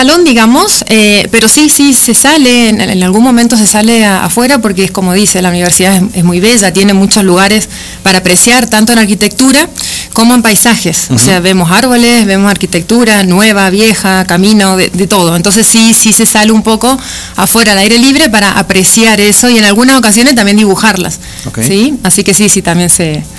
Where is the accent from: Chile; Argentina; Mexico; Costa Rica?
Argentina; Misiones; moved away; Del norte, de Misiones.